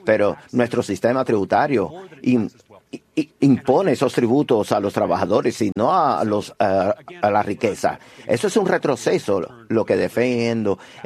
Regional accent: Texas, United States; Yo soy tejano, siempre tengo familia que trabaja en el sector de gas y petróleo y fui a escuelas públicas financiadas por ese sector.

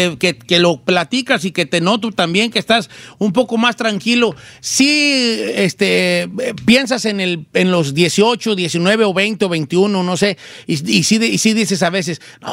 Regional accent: Michoacán, Mexico; Pero yo soy de un rancho. No, soy de un pueblo chico. Nunca lo he dicho. ¿Eh? Soy de Michoacán, de acá del lado de Michoacán. Muy cerca de Guadalajara, por cierto.

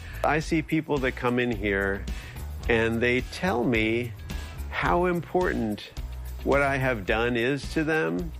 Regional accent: New Jersey, United States; moved away as an adult; I grew up in New Jersey

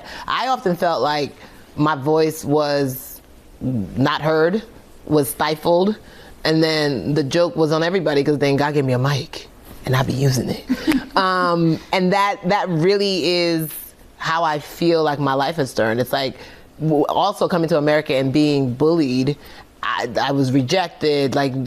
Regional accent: Nigeria; how do I do that? I'm Nigerian.

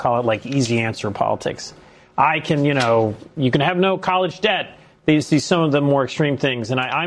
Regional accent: Maine, United States; I grew up mostly in Maine

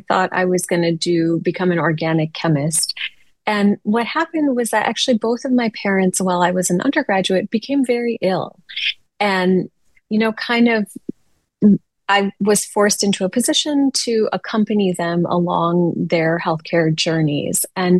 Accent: Chicago, Illinois, United States; So I grew up in Chicago, public school kid, and I was teaching in a public school 3 miles away from where I grew up.

